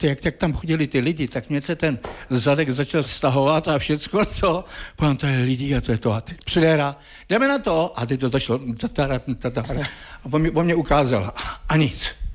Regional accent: Plzeň, Plzeň Region, Czechia; já jsem původně Plzeňák.

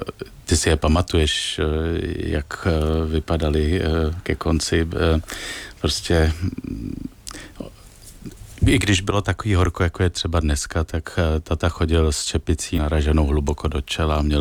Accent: Prague, Czechia; Já jsem vyrůstal na Smíchově

